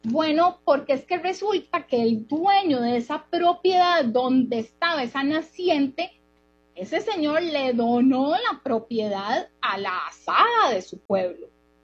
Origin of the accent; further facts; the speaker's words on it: San José, Costa Rica; moved away as an adult; now in San Carlos, Costa Rica; yo me crié en San José la mayor parte de mi vida, 32 años, pero yo venía aquí a San Carlos chiquilla porque mi papá sembraba caña.